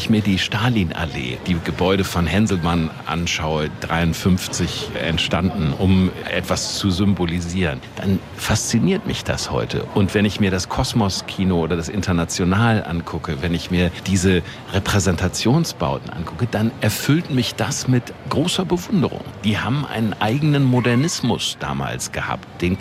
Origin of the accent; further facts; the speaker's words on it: Hamburg, Germany; now in Berlin, Germany; Ich komme aus Hamburg